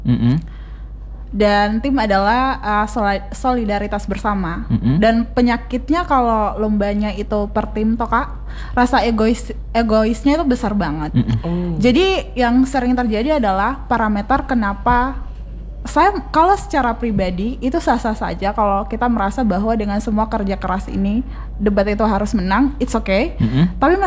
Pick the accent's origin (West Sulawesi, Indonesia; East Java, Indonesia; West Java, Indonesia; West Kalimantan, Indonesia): West Sulawesi, Indonesia; Aku orang Polman. Tapi fun fact, semua teman-temanku selalu mengira aku orang Jawa. Dan saya bukan orang Jawa.